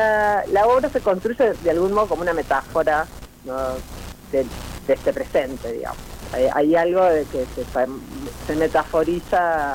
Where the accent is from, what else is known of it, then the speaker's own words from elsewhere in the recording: Argentina; somos todos argentinos